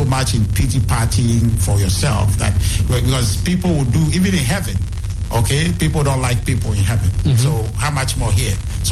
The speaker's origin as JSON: {"language": "English", "region": "Volta", "country": "Ghana", "said": "I'm from Volta"}